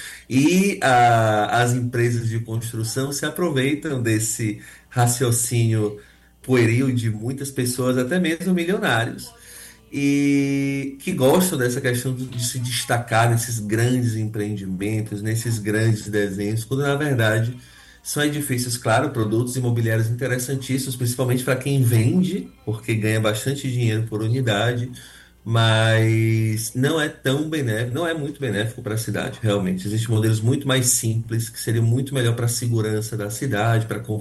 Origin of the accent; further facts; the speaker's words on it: Brazil; A gente, como bom brasileiro, a gente é bem misturado, né?